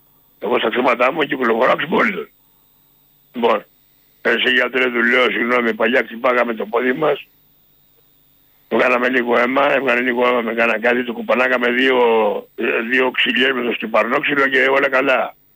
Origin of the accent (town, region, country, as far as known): Corfu, Ionian Islands, Greece; born or raised there